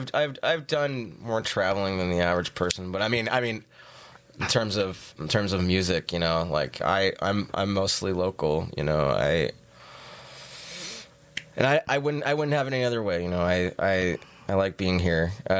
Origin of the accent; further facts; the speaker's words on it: Santa Rosa, California, United States; also born or lived in San Francisco; I was born in San Francisco originally, but wow. I grew up most of my life. I lived in Santa Rosa.